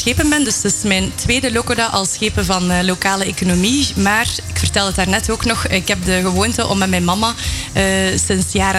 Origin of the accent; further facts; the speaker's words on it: Moerbeke, Flanders, Belgium; Ja, ik ben zelf afkomstig van Moerbeke. Dus ik ben een fusieproductje dat is mee mogen fusioneren richting Lokeren.